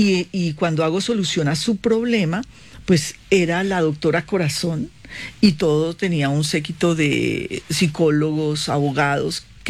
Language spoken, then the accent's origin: Spanish; Bogotá, Bogotá Capital District, Colombia; born there; yo nací en Bogotá, me crié con Paisa Gaspar y Gloria Zapata, que es como una madre mía también, una actriz. Y mi mamá es llanera, mi papá boyacense, mis abuelos santanderianos.